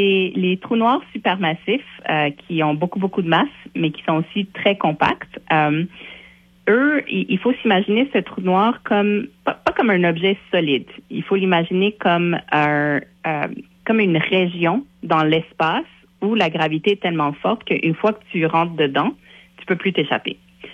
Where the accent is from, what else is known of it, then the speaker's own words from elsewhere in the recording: Montreal, Quebec, Canada; Si on prenait, par exemple, le à Montréal, de où je viens, la ville de Montréal, on a une petite montagne qui s'appelle le Mont-Royal.